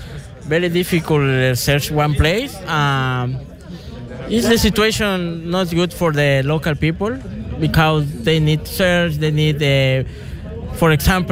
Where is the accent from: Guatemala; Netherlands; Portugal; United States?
Guatemala; English is a second language; now in Galway, Ireland; For example, I'm from Guatemala. I can't visit my girlfriend.